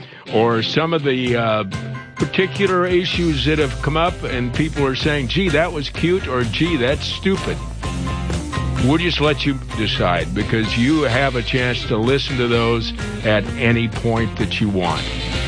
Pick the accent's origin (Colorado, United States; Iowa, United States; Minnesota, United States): Iowa, United States; Plus, he's going to talk a little bit about Iowa. My home state is getting a steel plant.